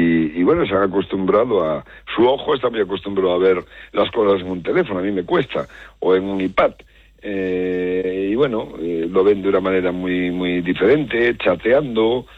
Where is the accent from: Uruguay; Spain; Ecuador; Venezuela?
Spain; Galicia; porque es mi tierra, Galicia, Orense, por la que siempre paso cuando voy camino de mi casa a Pontevedra